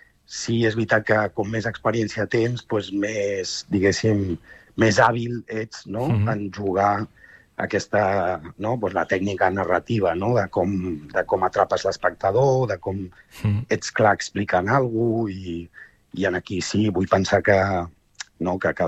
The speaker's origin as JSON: {"language": "Catalan", "town": "Ripoll", "region": "Catalonia", "country": "Spain", "said": "els que som de, no? Pues de Ripoll o del Ripollès o els que som catalans, no? O sigui, al final, i més jo que sóc d'origen àrab"}